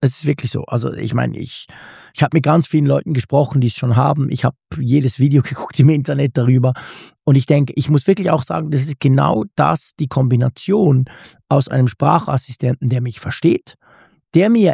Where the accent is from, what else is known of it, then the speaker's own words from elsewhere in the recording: Switzerland; ich bin ja hier als Schweizer quasi mit meinem Schweizer Apple-Account